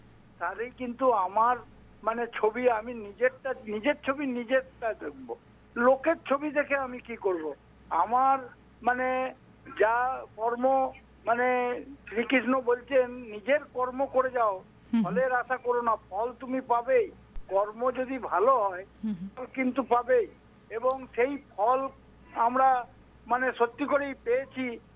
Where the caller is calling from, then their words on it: Budbud, West Bengal, India; আমি পশ্চিমবঙ্গের পূর্ব বর্ধমান জেলার বুধবুদ থেকে